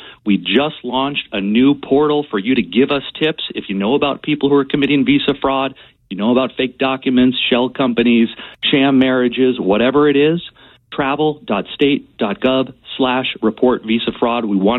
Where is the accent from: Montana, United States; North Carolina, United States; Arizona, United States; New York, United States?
Arizona, United States; I'm from Arizona